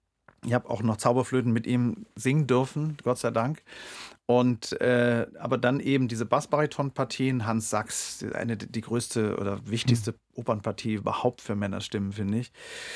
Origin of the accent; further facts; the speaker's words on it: West Germany, Germany; Ich bin ja im Westen groß geworden.